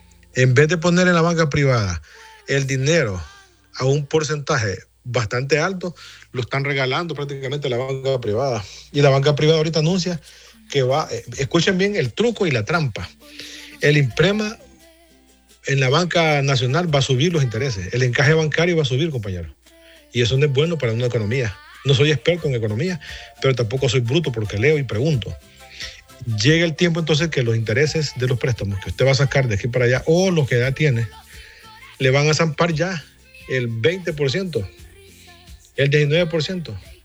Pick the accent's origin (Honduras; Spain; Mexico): Honduras; que tenemos que buscar como hondureños día con día.